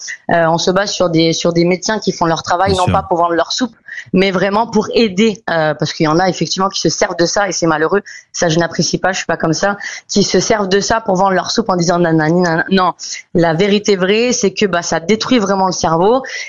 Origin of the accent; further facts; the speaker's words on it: Cannes, Provence-Alpes-Côte d'Azur, France; je suis très contente d'ailleurs que ça soit à Cannes puisque c'est ma ville natale